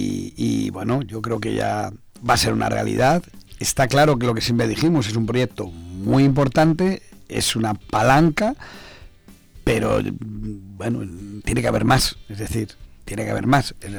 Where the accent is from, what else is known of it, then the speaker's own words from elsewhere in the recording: Zamora, Castile and León, Spain; queremos que Zamora prospere porque somos de aquí al final.